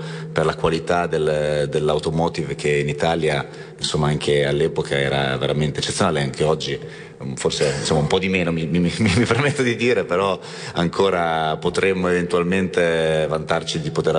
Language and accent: Italian; San Marino; io sono sammarinese e quindi ci conosciamo da tempo